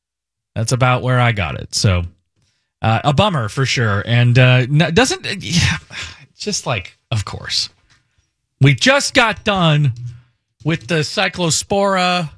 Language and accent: English; Indianapolis, Indiana, United States; moved away; my hometown of Indianapolis